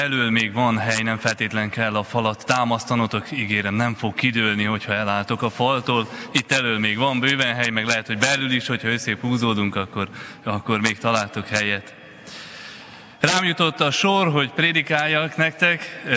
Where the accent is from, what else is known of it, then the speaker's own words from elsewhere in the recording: Nyergesújfalu, Komárom-Esztergom, Hungary; moved away; Szent Mihály templomból származom én is, Nyergesújfaluról, egy gyönyörű kis barokk templom